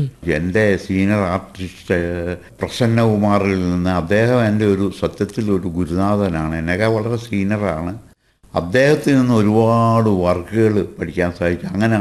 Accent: Onattukara, Kerala, India; born there

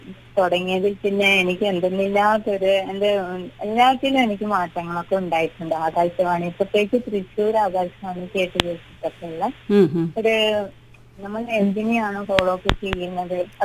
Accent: Kannur, Kerala, India; moved away as an adult; now in Kadavallur, India; എന്റെ നാട് കണ്ണൂരാണ്.

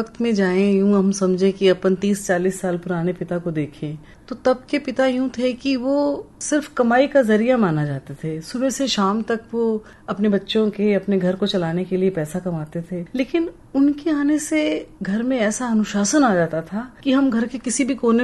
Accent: Sangaria, Rajasthan, India; born there; मैं संगरिया में पैदा हुई थी

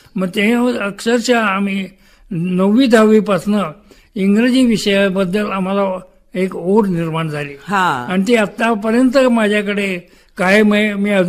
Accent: Kolhapur, Maharashtra, India; तर 11वी पर्यंत मी कोल्हापुरातच शिकायला होतो आणि माझं बालपण माझ्या सुदैवाने एका चांगल्या शाळेत झालं.

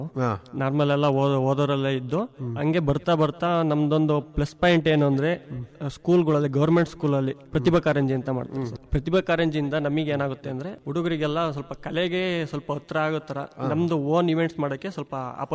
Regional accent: Chikkur, Karnataka, India; ನಮ್ಮ ಊರು ಚಿಕ್ಕೂರು, ಅರಸೀಕೆರೆ ತಾಲೂಕು.

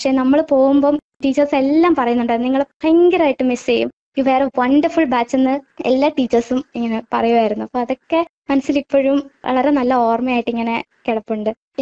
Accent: Varkala, Kerala, India; ഞാൻ വർക്കല സ്വദേശിനിയാണ്.

